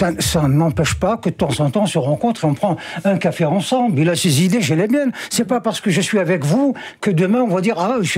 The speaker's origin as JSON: {"language": "French", "country": "Algeria", "moved": "yes", "said": "Je m'exprimais chez moi, en Algérie, sur des problèmes algériens. Point."}